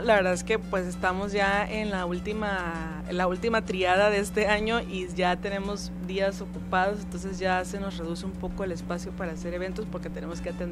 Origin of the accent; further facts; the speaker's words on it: Mexico; es parte de lo que nosotros tenemos como mexicanos